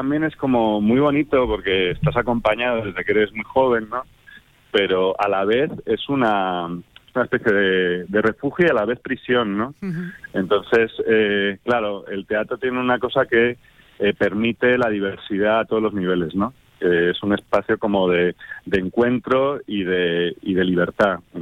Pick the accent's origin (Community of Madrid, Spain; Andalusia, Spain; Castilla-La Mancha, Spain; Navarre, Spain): Community of Madrid, Spain; Madrid; yo vengo de Madrid.